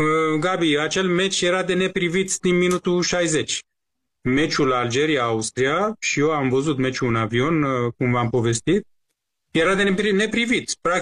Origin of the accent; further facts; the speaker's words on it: Iran; first language Persian; Romanian is a second language; now in Bucharest, Romania; sunt iranian de origine, dar și pentru că am vrut tot timpul să citesc zilnic, să folosesc limba persană cum folosesc limba română, pentru că este limba mea maternă